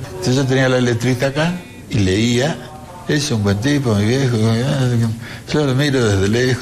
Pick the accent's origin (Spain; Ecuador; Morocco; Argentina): Argentina; also born or lived in Colombia / Italy; Soy orgullosamente colombiano, italiano, malcriado en la Argentina, y colombiano por adopción.